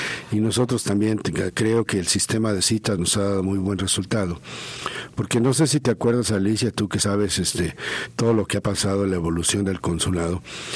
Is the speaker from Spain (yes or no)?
no; Mexico; de todos los mexicanos que cruzamos